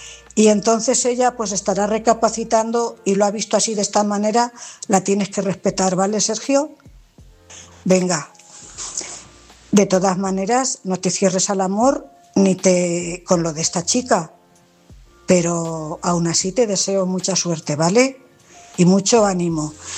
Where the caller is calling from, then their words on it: Cuenca, Castilla-La Mancha, Spain; Buenas noches … corresponsal de Cuenca.